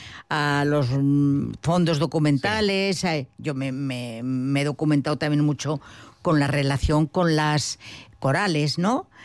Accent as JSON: {"language": "Spanish", "town": "Mayorga", "region": "Castile and León", "country": "Spain", "tie": "born there", "said": "eso había fraguado dentro de mi pueblo, ¿no? Pero luego es verdad que si Mayorga es un pueblo muy musical"}